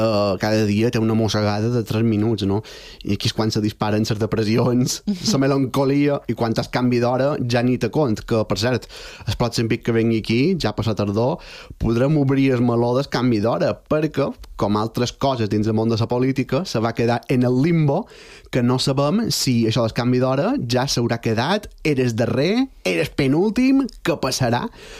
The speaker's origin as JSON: {"language": "Catalan", "region": "Balearic Islands", "country": "Spain", "said": "Jo soc de Zoia"}